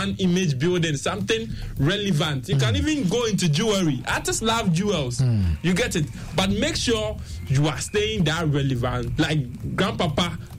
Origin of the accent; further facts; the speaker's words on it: Ghana; We are Ghanaian